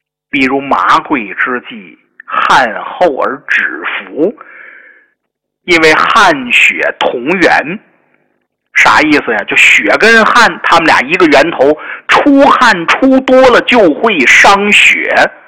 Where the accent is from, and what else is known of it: China